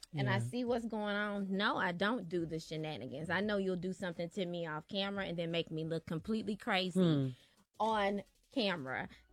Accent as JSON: {"language": "English", "town": "Memphis", "region": "Tennessee", "country": "United States", "said": "And then I'm from Memphis. Like we're like, you know, no nonsense."}